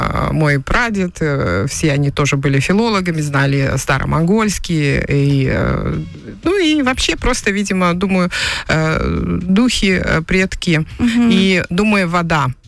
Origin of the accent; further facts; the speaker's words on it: Buryatia, Russia; now in Tanzania; Ну, я из Бурятии.